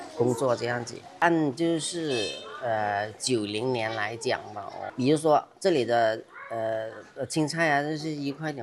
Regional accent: Guangxi, China; moved away; 我们广西这边发展的比较慢一些，所以就是去广东这边去生活啊，就是工作这样子。

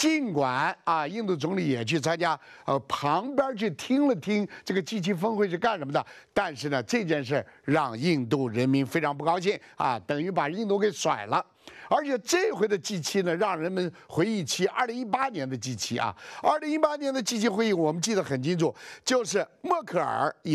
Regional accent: China; 端午节我们中国人是划龙舟、吃粽子

